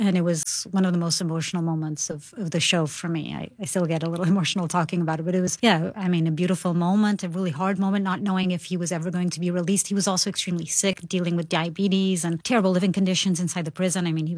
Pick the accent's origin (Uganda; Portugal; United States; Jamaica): Portugal